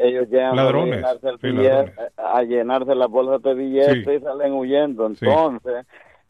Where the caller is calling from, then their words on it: El Salvador; yo soy un salvadoreño.